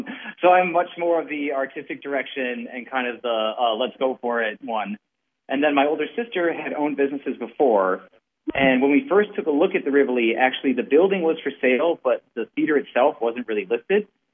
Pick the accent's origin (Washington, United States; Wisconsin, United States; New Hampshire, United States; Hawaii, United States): Wisconsin, United States; La Crosse; I mean, so I grew up in La Crosse, and I grew up coming to this theater.